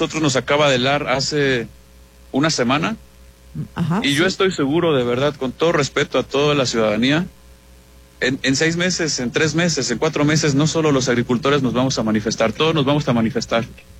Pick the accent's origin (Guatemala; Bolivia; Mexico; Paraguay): Mexico